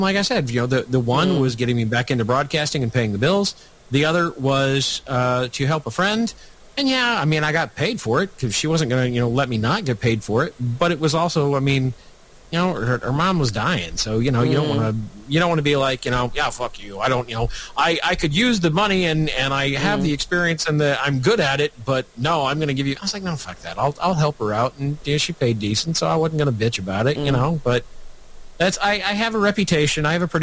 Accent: Nebraska, United States; I'm from Nebraska. We have a one-house legislature.

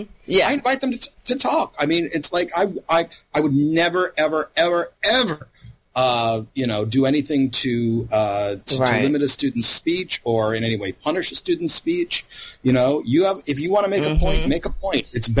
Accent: Louisiana, United States; And I grew up mostly in Louisiana.

